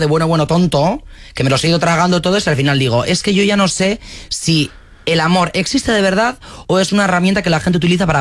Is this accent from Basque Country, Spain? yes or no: yes; Basque Country, Spain; Soy vasco. Un vasco. ¿No?